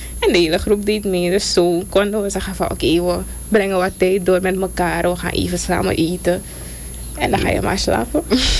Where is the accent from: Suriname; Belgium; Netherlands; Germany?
Suriname; Ja, kijk, we zijn Surinamers gewoon.